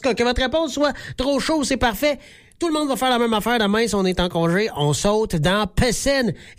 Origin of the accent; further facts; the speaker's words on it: Quebec, Canada; Il fait 18 degrés chez nous en Beauce.